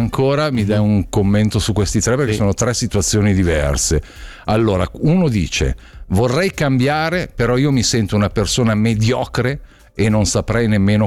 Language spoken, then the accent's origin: Italian; Switzerland; sono svizzera, mi hanno licenziata a 53 anni dopo 20 di lavoro e dopo il Covid.